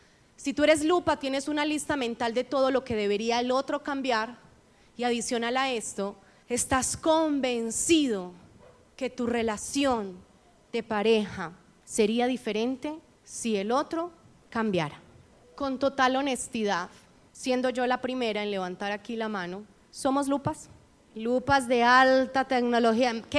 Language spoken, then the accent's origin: Spanish; Sonsón, Antioquia, Colombia; born there; le muestro que yo nací en Sonsón, Antioquia. Que vos hablas duro, yo hablo peor.